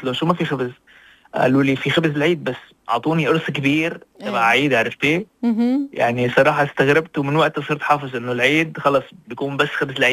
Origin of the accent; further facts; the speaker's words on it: Syria; now in Sfax, Tunisia; تخيل يعني مثلا في حتى توانسي، أنا سوري، توانسي مرايحين على قرقنة ولا بيعرفوها أصلا.